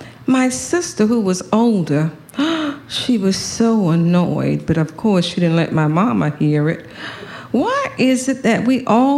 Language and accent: English; Savannah, Georgia, United States; born or raised there